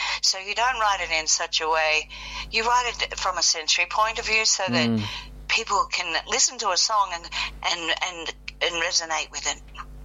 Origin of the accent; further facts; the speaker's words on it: Australia; also born or lived in Copenhagen, Denmark; I'm Scandinavian born. I was born in Copenhagen, and I came to Australia.